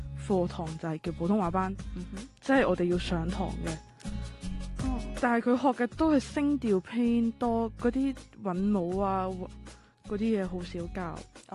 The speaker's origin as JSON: {"language": "Cantonese", "country": "Hong Kong", "said": "我因为作为香港人啦"}